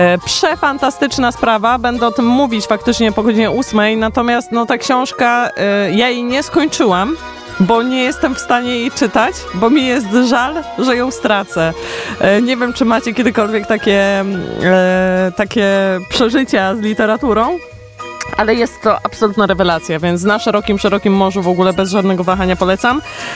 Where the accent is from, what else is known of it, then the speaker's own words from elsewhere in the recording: Nowy Sącz, Lesser Poland, Poland; Jestem z Nowego Sącza, gdzie sporo regionalizmów się używa